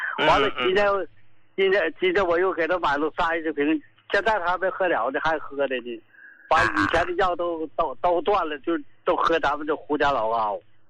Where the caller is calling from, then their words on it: Qinhuangdao, Hebei, China; 我老伴和我们都是秦皇岛的人士。